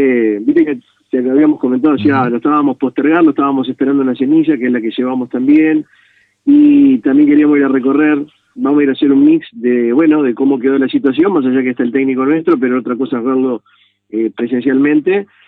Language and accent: Spanish; Uruguay